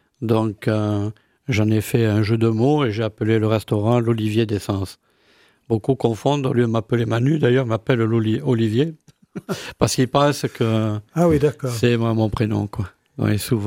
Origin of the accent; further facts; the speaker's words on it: Narbonne, Occitanie, France; moved away; C'est Narbonne, en fait.